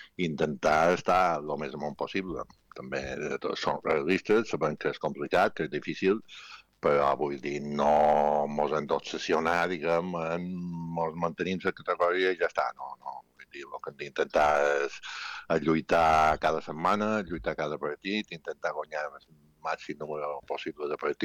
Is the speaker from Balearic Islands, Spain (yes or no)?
yes; Balearic Islands, Spain; Jo som mallorquí